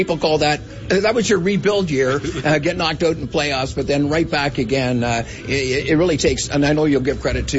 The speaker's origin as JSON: {"language": "English", "town": "Kincardine", "region": "Ontario", "country": "Canada", "tie": "born or raised there", "lives_now": "Windsor, Canada", "said": "I was a Knights fan growing up in Kincardine. But that changed in 80 when I moved down to Windsor."}